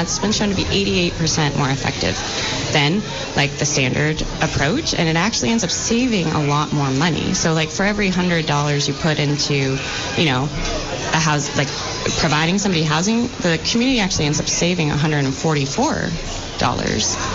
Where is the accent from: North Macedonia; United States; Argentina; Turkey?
United States; Vermont; I think it's sort of coming from growing up in Vermont